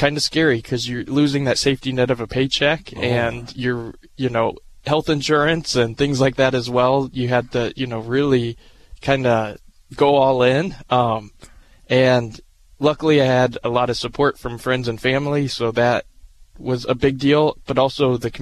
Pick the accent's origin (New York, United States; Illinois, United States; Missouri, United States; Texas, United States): Illinois, United States; Bloomington; moved away as an adult; now in Springfield, United States; So I actually was born and raised in Bloomington Normal.